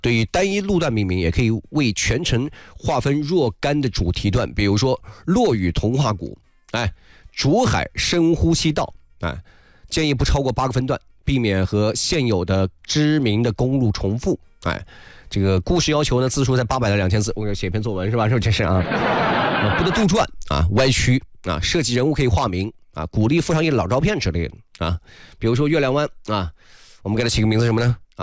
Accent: Xuancheng, Anhui, China; moved away; 宣城市南部，对，我的老家

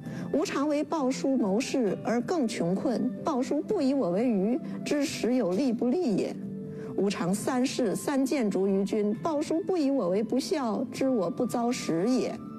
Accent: China

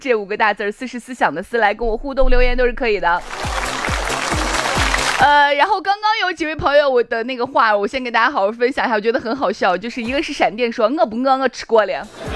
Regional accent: Shaanxi, China; 我们陕西人不到万不得已绝不吃挂面。

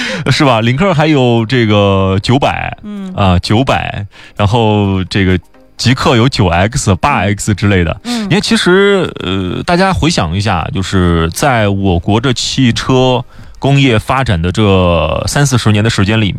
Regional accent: China; 我们中国人

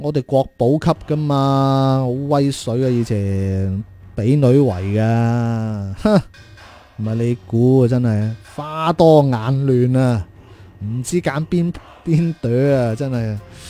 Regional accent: Zhaoqing, Guangdong, China

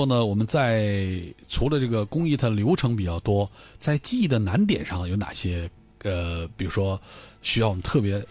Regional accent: China

